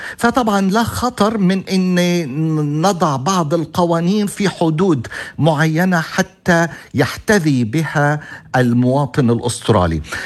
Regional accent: Egypt; moved away as an adult; now in Australia; بما اني مصري اشجع طبعا المنتخب المصري واتمنى له الفوز، وبما اني استرالي منذ 40 عاما

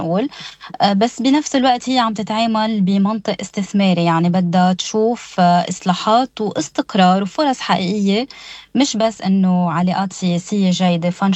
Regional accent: Lebanon; نحن بضيعتنا هون بعلمين

